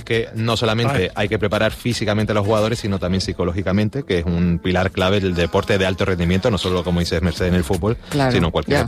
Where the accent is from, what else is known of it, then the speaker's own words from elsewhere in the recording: Las Palmas de Gran Canaria, Canary Islands, Spain; Claro, yo nací en Las Palmas de Gran Canaria